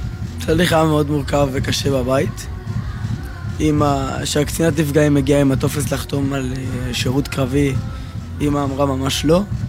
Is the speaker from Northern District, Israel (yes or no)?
no; Ashdod, Southern District, Israel; כיתה י' ב' מאשדוד